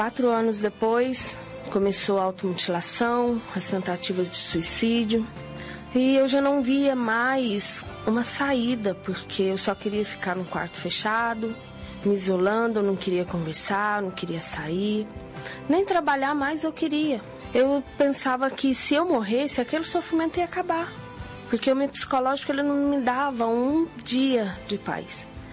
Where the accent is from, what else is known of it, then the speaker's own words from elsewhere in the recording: Campos Altos, Minas Gerais, Brazil; Eu vim de Minas Gerais, sou de Campos Altos.